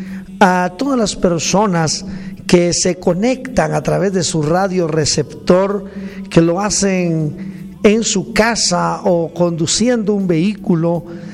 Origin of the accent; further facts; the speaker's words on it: Aguacatán, Huehuetenango, Guatemala; yo soy originario de Aguacatán